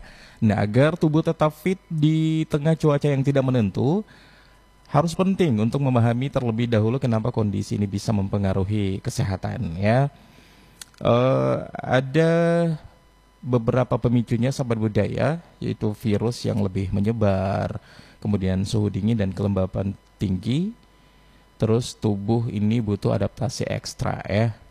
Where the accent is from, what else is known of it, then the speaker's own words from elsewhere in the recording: Gorontalo, Indonesia; Saya orang Gorontalo